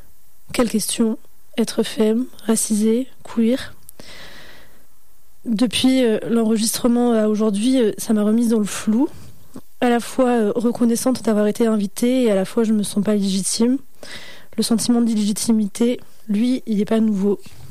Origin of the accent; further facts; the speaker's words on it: France; born there; first language Moroccan Arabic (Darija) and Berber; French is a second language; Je suis née en France dans une famille marocaine, musulmane, famille traumatisée par la France et par ce que j'allais devenir. Le darija, c'est ma langue maternelle, le berbère aussi.